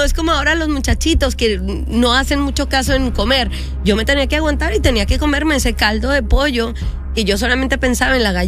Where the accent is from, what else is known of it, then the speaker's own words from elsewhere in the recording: Chihuahua, Mexico; Yo soy de Chihuahua, Chihuahua, que es la capital del estado, entonces es una ciudad grande